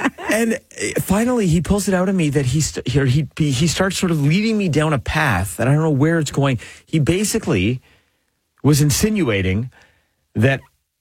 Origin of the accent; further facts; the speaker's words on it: Etobicoke, Ontario, Canada; I think I've mentioned that I'm like from Etobicoke and that I went to like McMaster maybe.